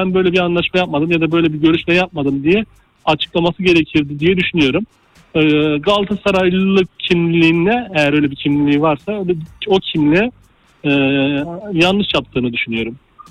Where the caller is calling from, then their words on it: Bolu, Turkey; Ben Bolu'dan arıyorum